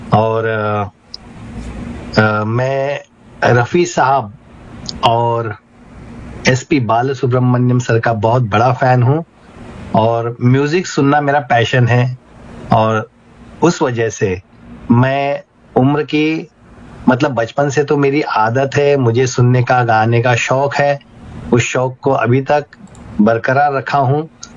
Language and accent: Hindi; Mumbai, Maharashtra, India; मैं मुंबई से हूँ और मैं पुलिस डिपार्टमेंट में हूँ।